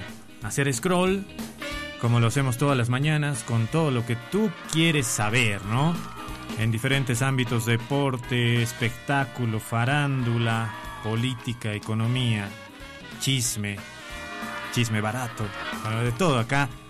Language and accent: Spanish; Potosí, Bolivia; todos nosotros los potosinos que hemos nacido en esta maravillosa tierra y que hemos decidido además quedarnos